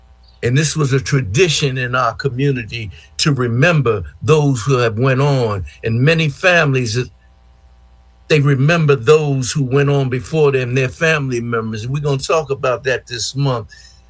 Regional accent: Germantown, United States; I grew up in Germantown.

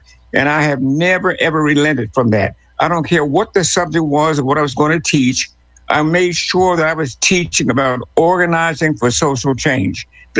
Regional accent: Philadelphia, Pennsylvania, United States; also born or lived in Atlantic City, New Jersey; I grew up in the Black Bottom, 36 and Marcus Street

